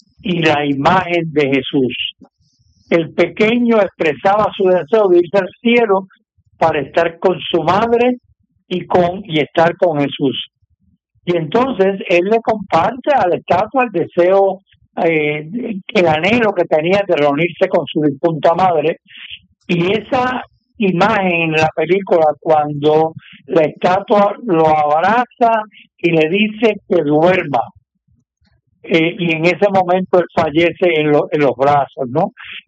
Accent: Lares, Puerto Rico; en Lares, de donde yo me crié

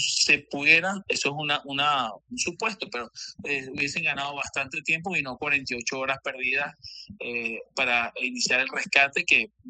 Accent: Venezuela; Como venezolano, una gran irresponsabilidad

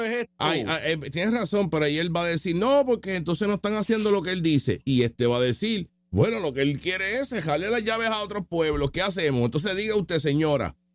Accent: San Juan, Puerto Rico; Y eso que yo soy de San Juan

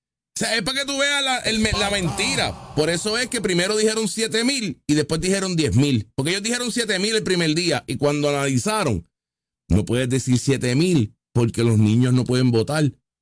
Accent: Puerto Rico

